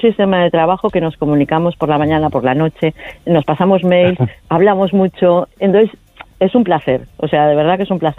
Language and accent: Spanish; Barcelona, Catalonia, Spain; Y eso que soy de Barcelona